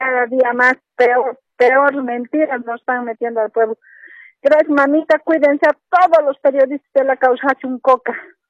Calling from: Santa Cruz de la Sierra, Santa Cruz, Bolivia; Hablo de Santa Cruz.

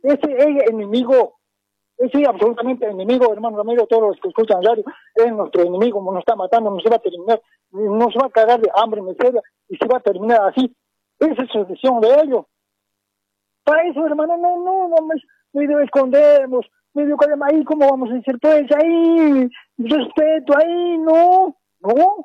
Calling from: Bolivia; Te llamo departamento de Denia

